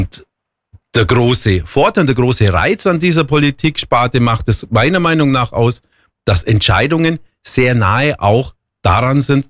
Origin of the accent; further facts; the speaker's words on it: Waltenhofen, Bavaria, Germany; Tatsächlich bin ich natürlich sehr gerne in Waltenhofen aufgewachsen, mag diesen Ort.